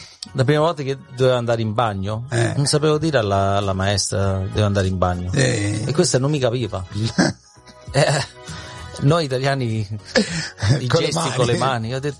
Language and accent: Italian; Melbourne, Victoria, Australia; sono nato qui a Melbourne. Anzi, sono nato in l'ospedale che si chiama John Faulkner.